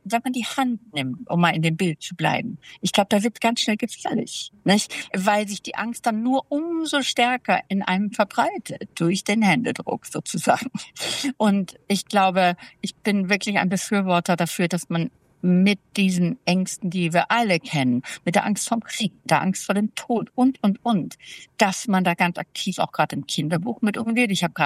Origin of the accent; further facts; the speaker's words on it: Germany; als Deutsche